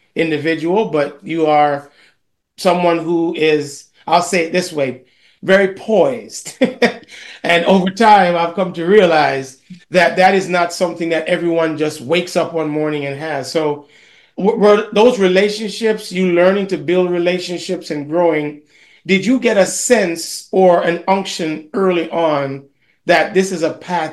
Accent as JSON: {"language": "English", "country": "Jamaica", "said": "I'm from Jamaica"}